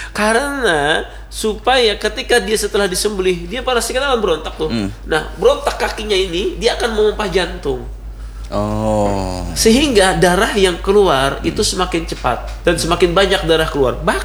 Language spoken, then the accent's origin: Indonesian; South Kalimantan, Indonesia; karena kita orang Banjar ini banyak memakai ilmu tapaul ya